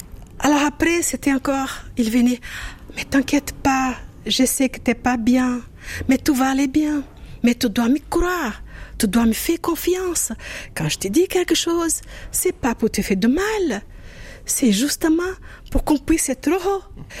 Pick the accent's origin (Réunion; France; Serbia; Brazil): Brazil; moved away; Et c'est là que je suis partie, justement, du Brésil.